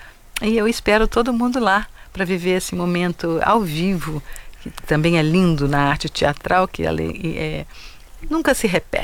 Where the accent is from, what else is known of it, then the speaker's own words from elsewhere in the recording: São Paulo, Brazil; moved away as an adult; also born or lived in Rio de Janeiro / Curitiba; fui pequenininha para Curitiba, fiquei até 4 anos lá e vim para São Paulo. Então, eu fiquei dos 5 aos 18 anos aqui em São Paulo.